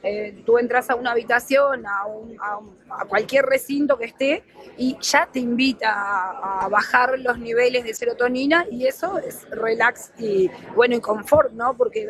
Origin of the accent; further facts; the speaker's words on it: Ciudad de la Costa, Canelones, Uruguay; nosotros somos de Ciudad de la Costa